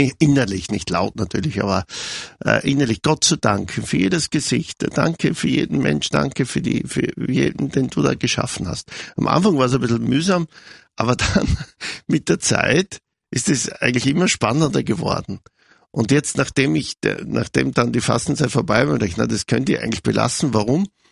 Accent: Styria, Austria; Ich komme selber aus der Südoststeiermark von einem kleinen Bauernhof.

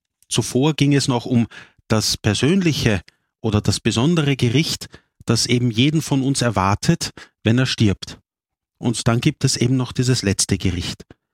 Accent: Vienna, Austria; das eine Geschäft gibt es nicht mehr bei mir im 23. Bezirk, wo ich aufgewachsen bin in Liesing

